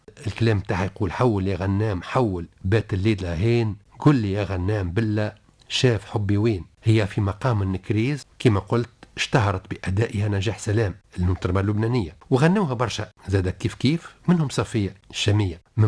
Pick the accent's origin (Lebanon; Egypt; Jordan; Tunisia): Tunisia; احنا عندنا في تونس